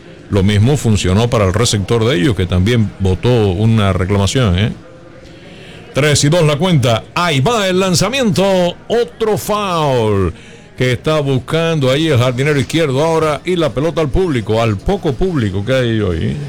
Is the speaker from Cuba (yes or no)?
yes; Cuba; los cubanos también lo hacemos